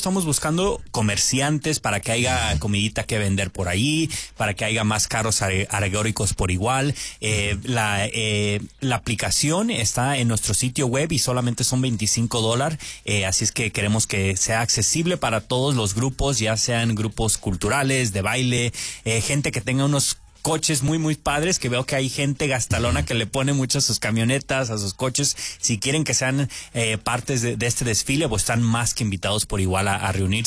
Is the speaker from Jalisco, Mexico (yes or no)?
no; Querétaro, Mexico; now in Reno, United States; Es vasco, pero somos de Querétaro. La familia somos de Querétaro, del mero centro, el mero corazón de México.